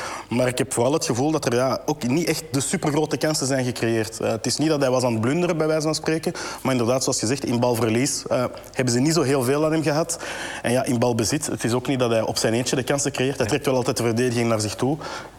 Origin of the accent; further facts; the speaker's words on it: Belgium; we zijn toch ook eigenlijk nog Belgen.